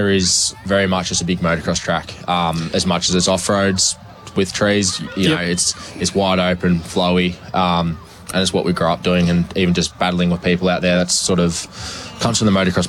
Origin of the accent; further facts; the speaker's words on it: Melbourne, Victoria, Australia; So I'm a Melbourne boy, and I was, got a few training tracks up here.